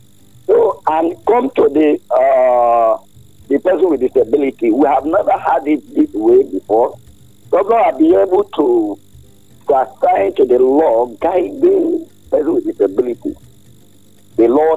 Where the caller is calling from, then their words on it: Makurdi, Benue, Nigeria; I'm calling you from behind Lower Benue, Makurdi.